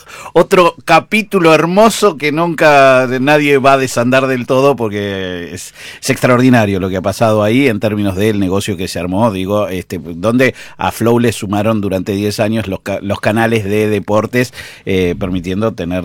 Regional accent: Argentina; Soy argentino.

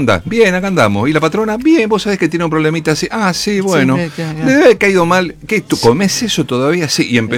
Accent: Argentina; somos los argentinos

